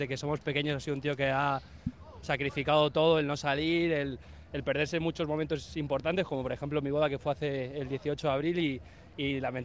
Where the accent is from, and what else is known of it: Madrid, Community of Madrid, Spain